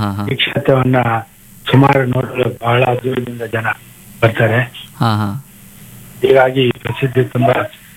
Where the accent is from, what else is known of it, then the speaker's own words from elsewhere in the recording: Karnataka, India; also born or lived in Chitradurga; now in Jayanagar, India; ನಮ್ಮ ಹುಟ್ಟೂರು ಯಲ್ನೂರ್ ಹತ್ರ ರುದ್ರಪತಿ ಅಗ್ರಹಾರ ಅಂತ